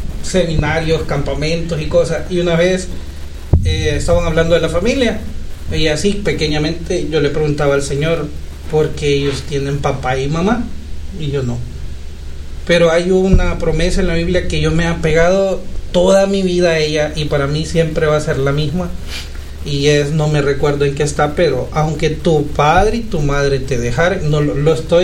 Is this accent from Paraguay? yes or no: no; Sesori, San Miguel, El Salvador; Yo soy de Sesori.